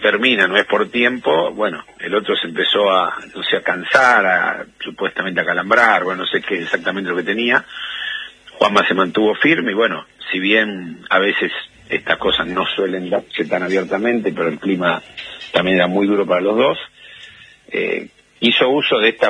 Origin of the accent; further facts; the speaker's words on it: Argentina; una emoción no solamente para mí como padre, como entrenador, como argentino.